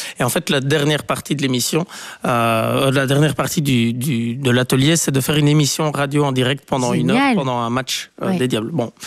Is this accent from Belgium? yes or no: yes; Bastogne, Wallonia, Belgium; moved away as an adult; now in Brussels, Belgium; Moi j'ai grandi là-bas jusqu'à mes 18 ans, puis je suis venu à Bruxelles pour les études